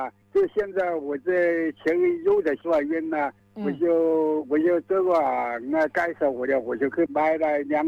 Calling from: Xiantao, Hubei, China; 我是仙桃市毛泽镇。

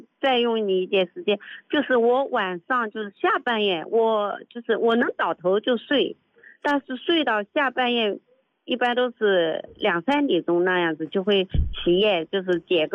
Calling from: Ningbo, Zhejiang, China; 我是宁波的，然后宁波这边中医院还是哪里

